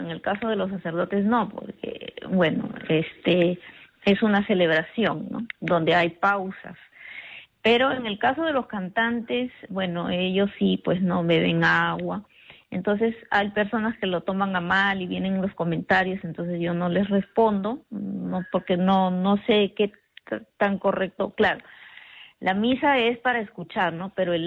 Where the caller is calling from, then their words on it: Chiclayo, Lambayeque, Peru; Desde Chiclayo